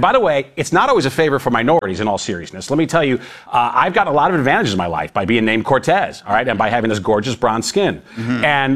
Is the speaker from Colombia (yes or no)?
yes; Colombia; Yeah, Colombia.